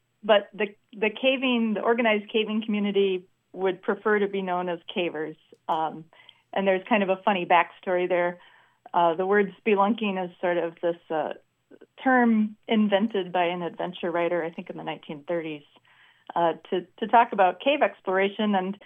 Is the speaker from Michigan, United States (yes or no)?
no; Wisconsin, United States; I grew up in Wisconsin.